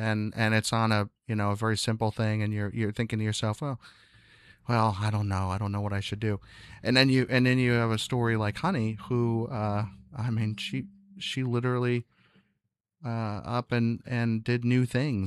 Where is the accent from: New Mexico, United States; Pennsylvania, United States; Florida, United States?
Pennsylvania, United States; moved away; also born or lived in Suffern, New York; So that's where I was born. But I ended up really growing up outside Philadelphia.